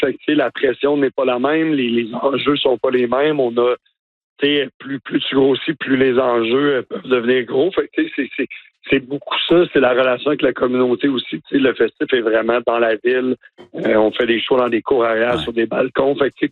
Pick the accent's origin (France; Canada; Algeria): Canada; Baie-Saint-Paul, Quebec; born or raised there